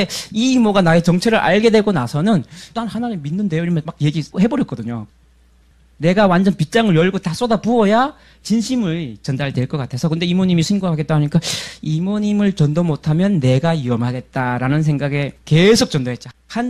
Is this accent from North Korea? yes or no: yes; North Korea; moved away; also born or lived in China; 그래서 북한에 또 갔죠. 저는 안 가고 싶었는데 하나님이 차비 안 받으시고 그냥 무료로 이렇게 보내주셔갖고 고향 방문 한번더 했습니다.